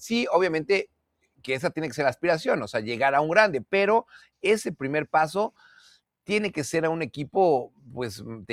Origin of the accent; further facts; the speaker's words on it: Mexico; creo que a veces sí nuestra expectativa como mexicanos es tiene que irse al Real Madrid